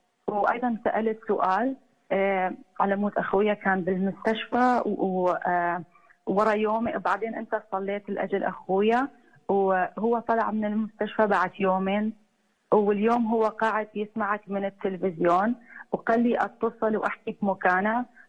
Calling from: Canada; أنا عم بتصل من كندا،

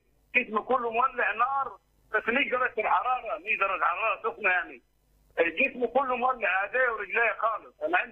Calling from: Upper Egypt, Egypt; بس انا من الصعيد. من الصعيد.

